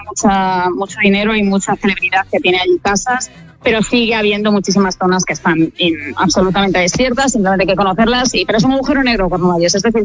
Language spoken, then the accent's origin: Spanish; Galicia, Spain; yo soy gallega y a mí que llueva me da igual